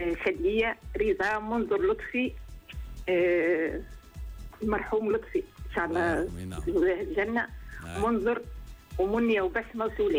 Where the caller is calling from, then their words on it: Kalaa Seghira, Sousse Governorate, Tunisia; من القلعة الصغيرة.